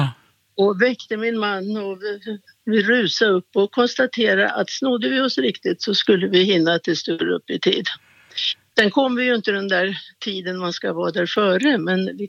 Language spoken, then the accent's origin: Swedish; Uppland, Sweden; also born or lived in Göteborg / Malmö; Men jag är från Uppland, så att, även om jag är född i Göteborg. Så jag pratar lite skånska. Jag har bott i Malmö.